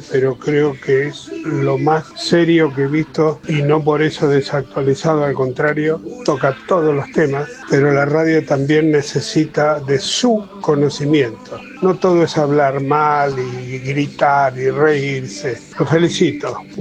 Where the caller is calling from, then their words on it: Bahía Blanca, Buenos Aires Province, Argentina; de Bahía Blanca